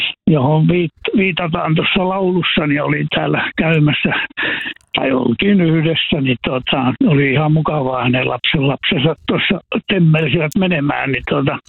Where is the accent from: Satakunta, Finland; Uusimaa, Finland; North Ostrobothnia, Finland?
North Ostrobothnia, Finland; Kuusamo; Meillä Kuusamossa päin sanottaisiin, että spektaakkelista.